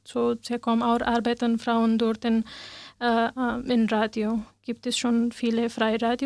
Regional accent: Afghanistan; German is a second language; moved away as an adult; now in Austria; es war ein bisschen schwierig in meinem Heimat in Afghanistan. Und dann bin ich nach Österreich gekommen und zum Deutschlernen war ich beim einem Verein.

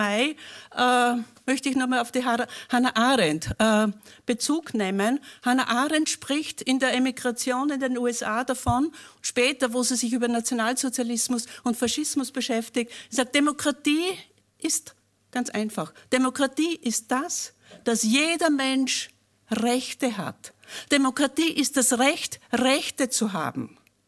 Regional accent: Upper Austria, Austria; moved away; Für mich ist es auch ein bisschen ein Heimkommen. Ich bin Oberösterreicherin

